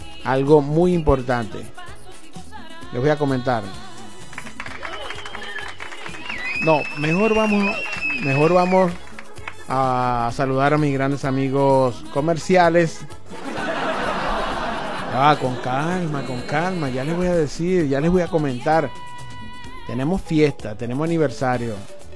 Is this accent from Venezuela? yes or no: yes; Venezuela; así somos los venezolanos.